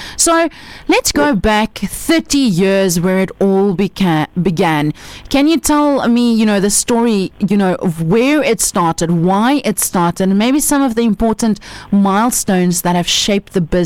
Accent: Pretoria, Gauteng, South Africa; Of course, even me. I came from Pretoria.

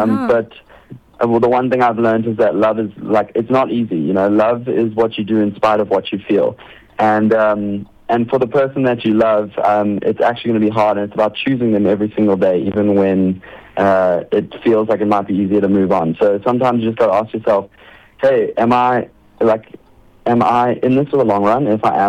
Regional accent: Durban, KwaZulu-Natal, South Africa; now in Cape Town, South Africa; I'm originally from Durban. We're living in Cape Town right now, but at the end of this month, we're actually moving back to Durban

